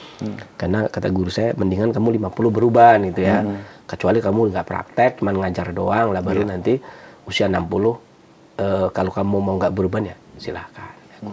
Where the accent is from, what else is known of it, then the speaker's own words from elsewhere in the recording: Pemalang, Central Java, Indonesia; born there; also born or lived in Cilacap; now in Bekasi, Indonesia; kayak misalkan saya lahir di Pemalang, maka tabiat saya adalah tabiat Pemalang. Setelah itu kemudian saya tinggal di agak lama 5 tahun lebih di Cilacap